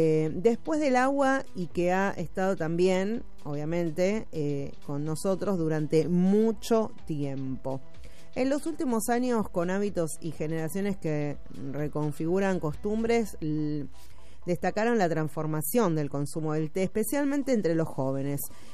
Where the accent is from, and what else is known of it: Argentina